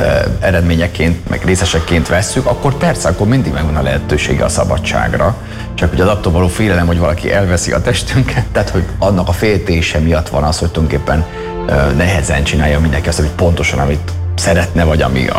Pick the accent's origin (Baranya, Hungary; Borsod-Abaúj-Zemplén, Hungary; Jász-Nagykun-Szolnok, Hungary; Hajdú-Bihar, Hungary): Baranya, Hungary; Pécs; moved away as an adult; pécsi születésű vagyok, közel van a mecsek.